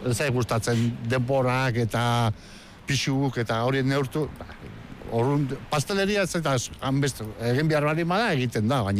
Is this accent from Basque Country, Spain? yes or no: yes; Basque Country, Spain; ni baukat patria, ni euskalduna naiz eta puntxo, ez?